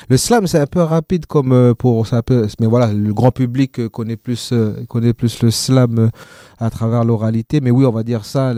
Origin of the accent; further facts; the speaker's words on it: Lifou, Loyalty Islands Province, New Caledonia; moi, j'ai grandi à Lifou, je parle pas le Lifou, etc., etc.